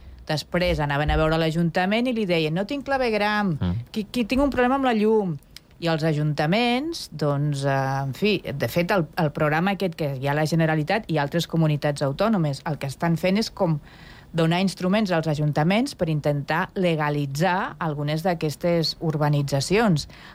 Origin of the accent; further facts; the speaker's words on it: Pyrenees, Spain; jo soc del Pirineu